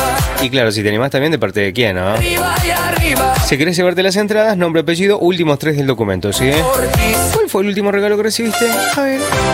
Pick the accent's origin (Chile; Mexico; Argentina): Argentina; Caimancito, Jujuy; Somos de Caimancito.